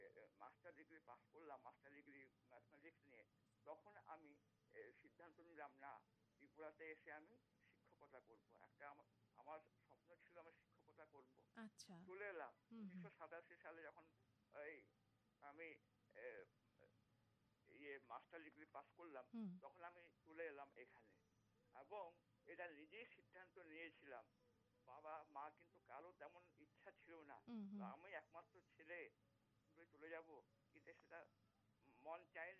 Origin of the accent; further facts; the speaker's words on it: Rourkela, Odisha, India; born there; moved away as an adult; also born or lived in Krishnanagar; আমারও সেখানে লেখাপড়া সব কিছু, 26টা বছর আমি উড়িষ্যা লালকালায় ছিলাম, এখানে আসতাম, কিন্তু ওখানেই আমার সবকিছু।